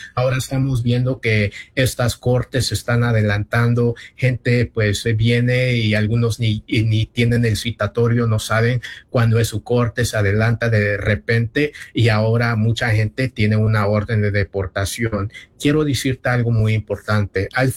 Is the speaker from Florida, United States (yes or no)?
no; Los Angeles, California, United States; also born or lived in Mexico; Yo soy inmigrante, yo vine de México a los Estados Unidos, yo he tenido la experiencia de inmigrante, la vida es absolutamente no fácil, yo sé eso. Yo pues crecí en el sur centro de Los Ángeles.